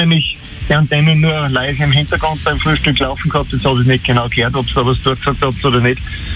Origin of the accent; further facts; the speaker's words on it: Hallein, Salzburg, Austria; born there; now in Werfen-Tenneck, Austria; eigentlich bin ich gebürtiger Halleiner, wohne aber seit 28 Jahren in Werfen-Tenneck.